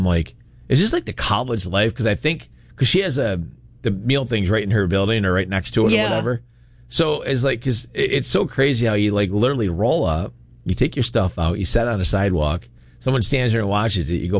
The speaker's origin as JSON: {"language": "English", "town": "Williamson", "region": "New York", "country": "United States", "tie": "born or raised there", "said": "I grew up in Williamson."}